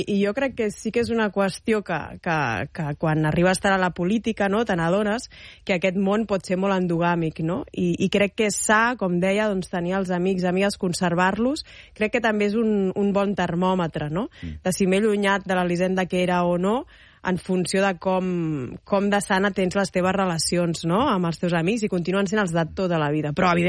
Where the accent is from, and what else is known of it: Catalonia, Spain; also born or lived in Guangzhou, China